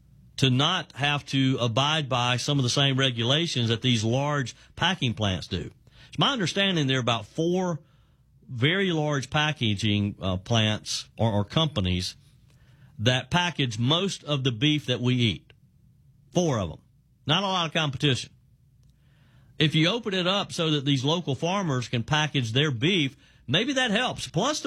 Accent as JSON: {"language": "English", "region": "South Carolina", "country": "United States", "tie": "born or raised there", "said": "say in my home state of the upstate of South Carolina, you got a farm here in the upstate"}